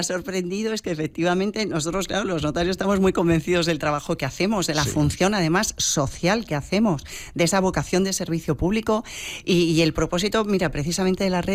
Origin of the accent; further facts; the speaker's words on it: Madrid, Community of Madrid, Spain; Y siempre, siempre en Comunidad Valenciana. Yo soy madrileña, pero mi corazoncito ya está.